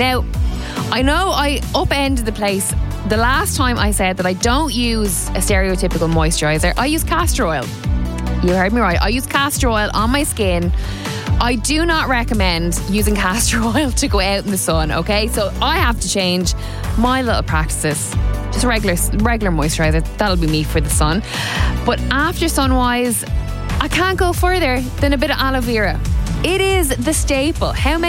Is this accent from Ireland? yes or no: yes; Ireland; because let's just remember, we are Irish, okay? We are in Ireland. And we're accustomed to the rain, and we're accustomed to the wind.